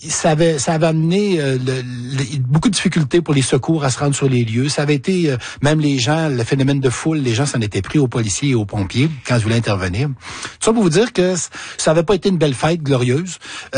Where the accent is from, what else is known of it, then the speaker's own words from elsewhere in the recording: Quebec, Canada; j'étais jamais venu participer à une fête de la Saint-Jean, sauf dans mon coin de pays en Beauce.